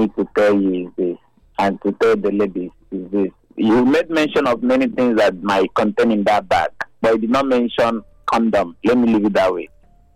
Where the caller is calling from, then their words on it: Benin City, Edo, Nigeria; reaching from Benin.